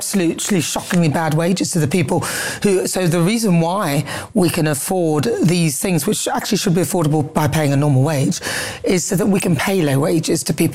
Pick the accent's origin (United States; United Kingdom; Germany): United Kingdom; Newcastle, North East England; I mean, I'm a migrant, I guess, or descendant from a migrant. I was born in Newcastle, I'm a Geordie